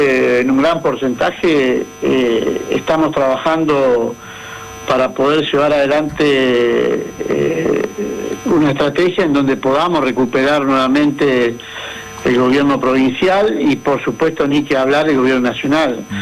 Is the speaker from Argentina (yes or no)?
yes; Argentina; now in Federación, Argentina; lo que hoy estamos pagando el ajuste somos los argentinos de bien